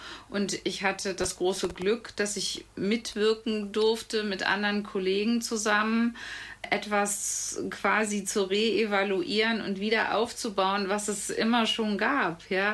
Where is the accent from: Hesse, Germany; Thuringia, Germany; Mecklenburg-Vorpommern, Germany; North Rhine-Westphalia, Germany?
North Rhine-Westphalia, Germany; Brühl; also born or lived in Bonn / Münsterland; komme tatsächlich ja gebürtig aus Brühl und meine Eltern und meine Großeltern haben dort eine hausärztliche Praxis geführt.